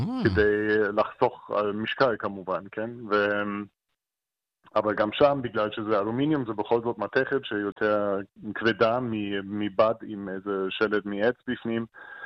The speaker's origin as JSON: {"language": "Hebrew", "region": "Berlin", "country": "Germany", "tie": "born or raised there", "moved": "yes", "lives_now": "Israel", "said": "עיר הולדתי"}